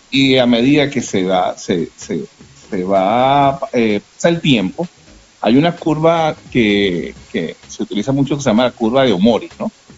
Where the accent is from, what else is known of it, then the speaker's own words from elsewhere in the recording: Venezuela; en Venezuela hay sismo todos los días